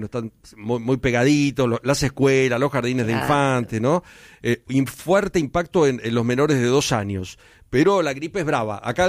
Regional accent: Argentina; como los argentinos somos muy presidencialistas

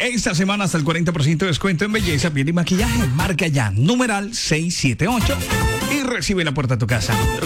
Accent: Colombia; los colombianos nacemos donde queremos

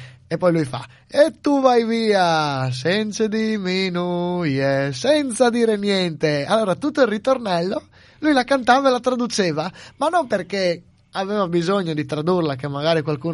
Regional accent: Ravascletto, Friuli-Venezia Giulia, Italy; Ho passato l'infanzia a Ravascletto, conosco a memoria quasi tutte le strade.

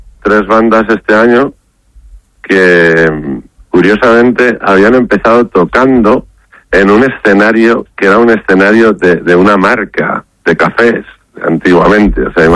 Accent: Aranda de Duero, Castile and León, Spain; Y Aranda a veces se enfadan cuando dicen que es mi pueblo.

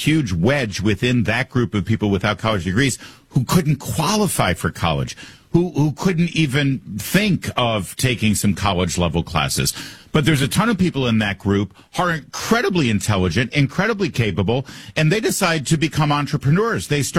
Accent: Plymouth, Michigan, United States; I just mentioned my hometown, Plymouth, Michigan

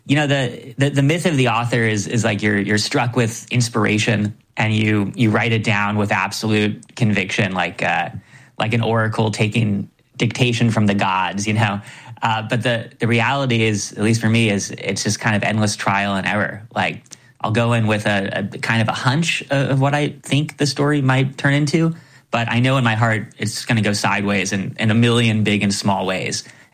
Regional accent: New York City, New York, United States; I'm from New York City. I didn't learn how to drive until I was about 33 years old.

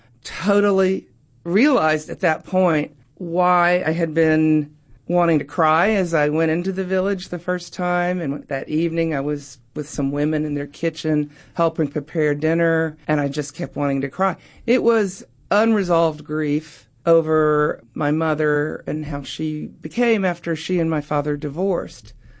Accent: Oak Ridge, Tennessee, United States; born or raised there

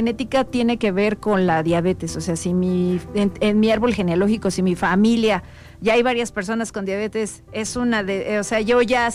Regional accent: Mexico; Y siempre, como mexicanos, no sé si a ti te pase, le buscamos un justificante.

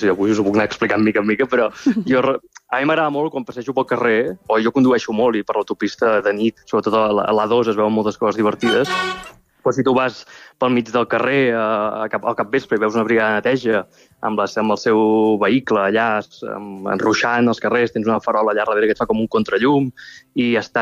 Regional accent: Mataró, Catalonia, Spain; born or raised there

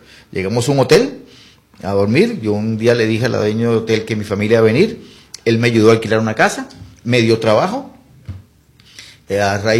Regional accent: Venezuela; moved away as an adult; now in Costa Rica; como venezolano costarricense, porque soy orgullosamente costarricense. Venezuela fue mi primera patria.

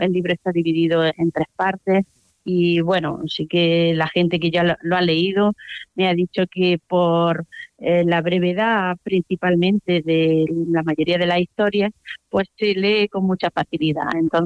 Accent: Alcudia de Guadix, Andalusia, Spain; moved away; Yo soy de Alcudia

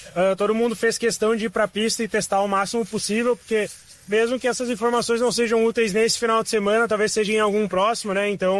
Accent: Santa Cruz do Sul, Rio Grande do Sul, Brazil; moved away; Eu nasci em Santa Cruz e cresci lá. Então, mesmo que hoje eu não seja mais morando lá

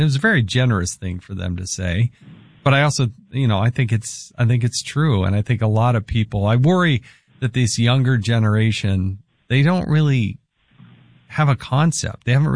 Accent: Utah, United States; I'm from Utah.

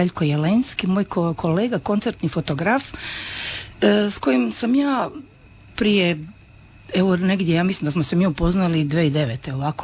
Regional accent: Zagreb, City of Zagreb, Croatia; mi smo iz Zagreba

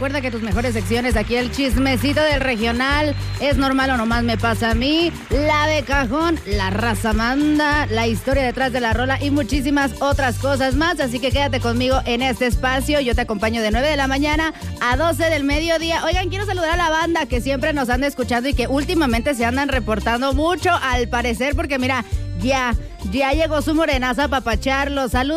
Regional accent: San Juan del Río, Querétaro, Mexico; Allá también en Amealco, San Juan del Río, mi tierra

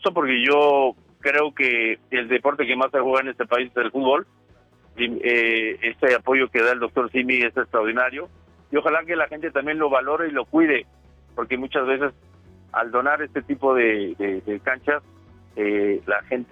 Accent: Mexico; Por supuesto que le tengo confianza, pues como buen mexicano y como le he visto jugar

